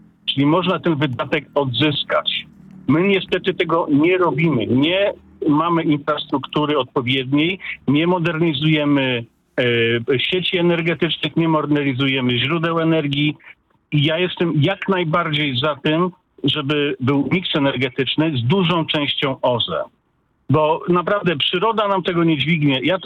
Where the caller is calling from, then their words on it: Warsaw, Masovian Voivodeship, Poland; Trójko, ja dzwonię z Mazur. Na Mazurach, jestem z Warszawy, ale większość czasu przebywam na Mazurach.